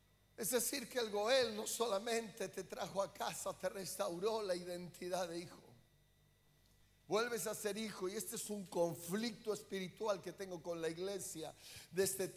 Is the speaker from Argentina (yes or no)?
yes; Argentina; born there; no soy solo nacido en Argentina biológicamente.